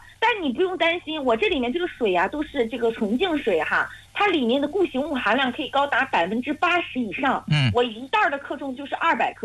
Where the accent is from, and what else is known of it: Northeast China, China